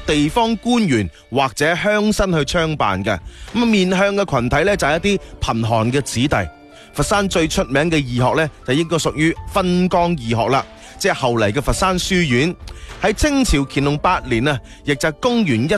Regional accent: Guangdong, China; 旧时我哋广东人呢就将私塾就叫做博博斋。

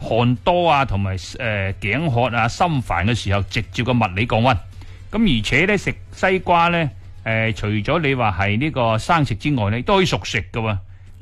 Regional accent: Guangdong, China

